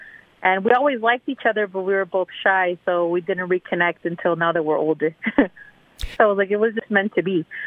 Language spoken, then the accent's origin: English; the Bay Area, California, United States; moved away as an adult; now in Lathrop, United States; And then I moved out here because we grew up in the Bay.